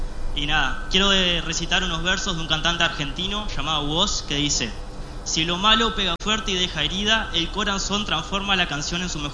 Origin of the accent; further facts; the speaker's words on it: Castile, Spain; moved away; mi pueblo castellano, que siempre lo llevo conmigo a donde voy.